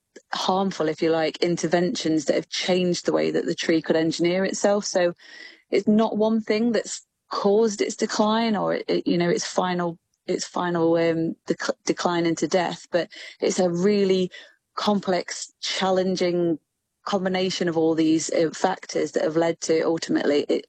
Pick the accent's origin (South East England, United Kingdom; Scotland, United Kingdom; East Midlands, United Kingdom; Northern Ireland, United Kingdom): East Midlands, United Kingdom; Nottingham; I'm a local girl, so I'm from Nottingham